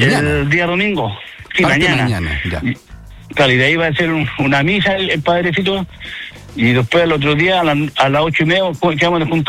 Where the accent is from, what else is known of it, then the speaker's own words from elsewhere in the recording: Caleta Jaime, Valparaíso, Chile; Usted sabe que venimos de Caleta Jaime, las dos caletas.